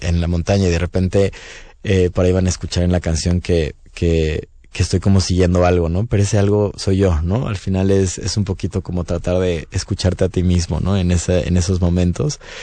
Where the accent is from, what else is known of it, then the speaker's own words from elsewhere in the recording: Mexico; ¡Mexicano, ¿verdad? Y yo, mexicano, tengo el acento tan fuerte, ¿verdad?